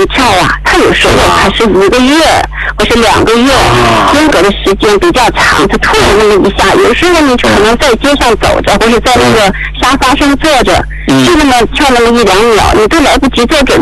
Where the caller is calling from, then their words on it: Yantai, Shandong, China; 我是来自山东烟台的